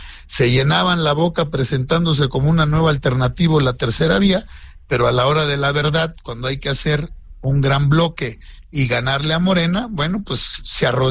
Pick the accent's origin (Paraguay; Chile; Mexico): Mexico; Antes de ser priistas, panistas, de cualquier partido político, somos mexicanos